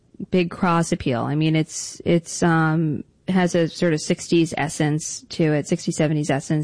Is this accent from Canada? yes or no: no; Larchmont, New York, United States; now in Chelsea, New York, United States; I grew up in Westchester County, Larchmont specifically. I currently reside in Chelsea, New York.